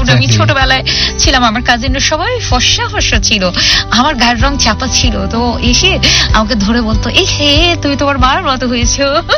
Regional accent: Bangladesh; also born or lived in New Zealand; বাংলাদেশি পাসপোর্টে আমি বিশ্ব ভ্রমণ করে বিশ্বকে দেখিয়ে দিতে চাই যে বাংলাদেশিরাও ভ্রমণ করতে পারে

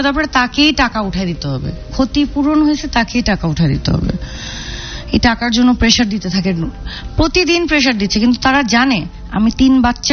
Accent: Mohammadpur, Dhaka Division, Bangladesh; now in Chandipur, Bangladesh; আমি মোহাম্মদপুর স্থানীয়। জি, তো আমি এখানেই বড় হয়েছি মোহাম্মদপুরে

